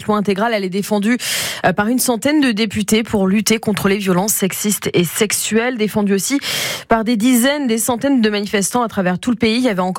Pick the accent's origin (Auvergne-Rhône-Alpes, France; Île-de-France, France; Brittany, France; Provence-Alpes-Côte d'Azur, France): Auvergne-Rhône-Alpes, France; Il a été de passage chez nous en Auvergne.